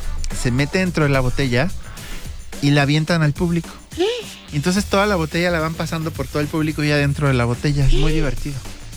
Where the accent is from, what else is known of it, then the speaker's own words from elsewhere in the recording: San Luis Potosí, Mexico; born there; mi pueblo, mi ciudad que me vio nacer.